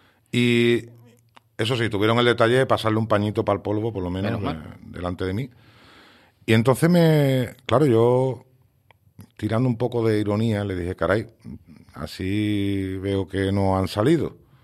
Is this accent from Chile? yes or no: no; San Fernando, Andalusia, Spain; now in Galicia, Spain; yo soy de San Fernando pero vivo en Galicia.